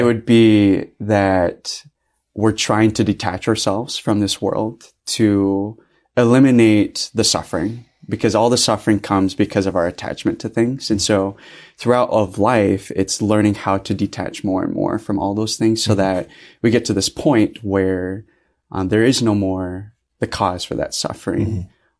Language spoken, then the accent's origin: English; Lincoln, Nebraska, United States; we grew up in. I was the only one born in Lincoln.